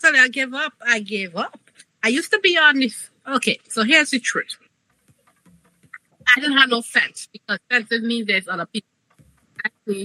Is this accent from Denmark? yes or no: no; Trinidad & Tobago; accent: Trini; all I have with my Trini accent.